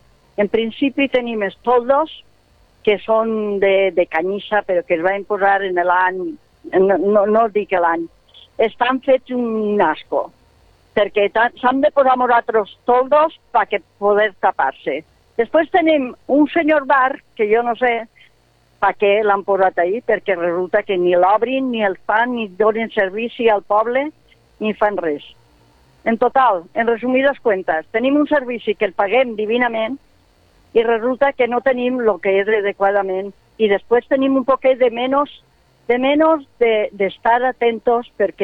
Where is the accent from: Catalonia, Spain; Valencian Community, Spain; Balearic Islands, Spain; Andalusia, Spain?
Valencian Community, Spain; Alcoy; soc una alcoiana que estic reclamant des de l'any passat